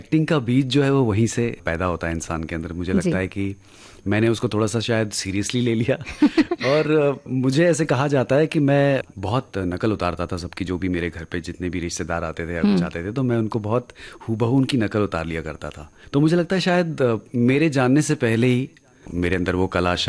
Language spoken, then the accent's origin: Hindi; Srinagar, Jammu and Kashmir, India; now in Mumbai, India; क्योंकि बचपन आपका श्रीनगर में, मैं कश्मीरी पंडित हूँ, हम लोग श्रीनगर में पैदा हुए, वहाँ स्कूलिंग हुई, फिर उसके बाद हम जो वहाँ से निकले, फिर हम दूसरे, हम जम्मू में आकर स्थापित हो गए